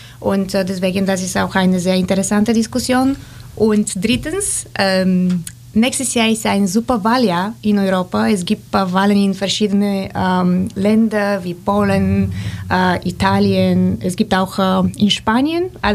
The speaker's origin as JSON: {"language": "German", "country": "Bulgaria", "second_language": "German", "moved": "as an adult", "lives_now": "Germany", "said": "ich bin Bulgarin"}